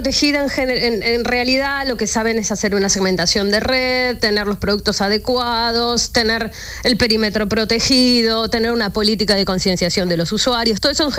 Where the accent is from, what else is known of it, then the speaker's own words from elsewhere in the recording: Argentina; moved away as an adult; also born or lived in Spain; now in Manchester, United Kingdom; Bueno, yo soy de Argentina, pero con mi marido nos hemos mudado a España en 2015.